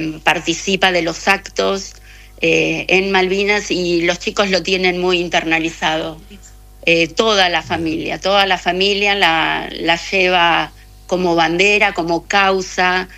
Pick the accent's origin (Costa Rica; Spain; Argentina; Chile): Chile; Punta Arenas, Magallanes; Porque no conseguimos porotos porque venimos de Punta Arenas.